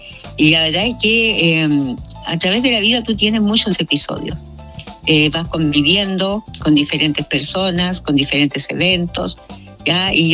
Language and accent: Spanish; Chile; mi país que yo amo enormemente y que, gracias a Dios, lo conozco prácticamente casi todo.